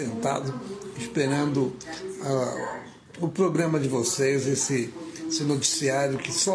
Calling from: São Paulo, Brazil; Estou falando aqui do Parque Ecológico do Tietê, aqui de São Paulo.

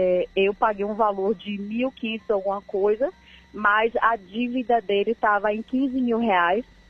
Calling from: Bahia, Brazil; que eu sou baiana, sou da Bahia

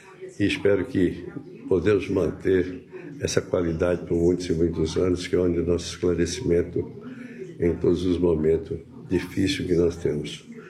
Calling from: Lucena, Paraíba, Brazil; estou falando de Lucena, Paraíba.

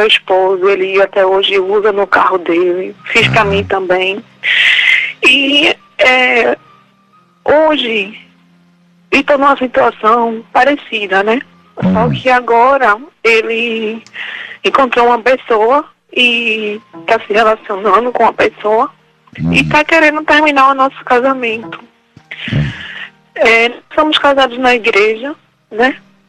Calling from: Recife, Pernambuco, Brazil; De Recife.

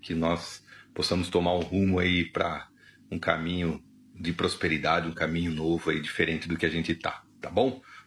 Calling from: Botucatu, São Paulo, Brazil; falo aqui da cidade de Botucatu, interior de São Paulo

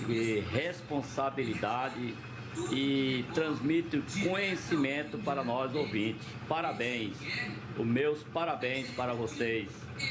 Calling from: Ribeirão Cascalheira, Mato Grosso, Brazil; estou falando de Ribeirão, Cascaileira, Mato Grosso.

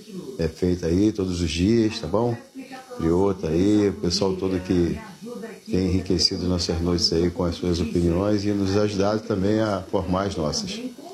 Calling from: Rio de Janeiro, Brazil; estou falando do Rio de Janeiro.

